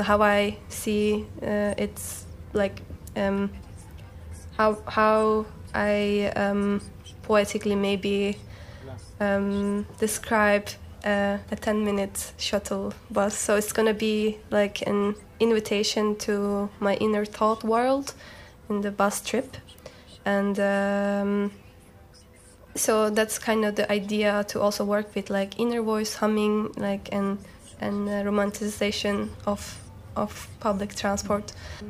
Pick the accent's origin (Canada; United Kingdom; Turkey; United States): Turkey; Istanbul; it's such a symbol of my hometown, like neighborhood, because like in Istanbul there are so many public transportation in general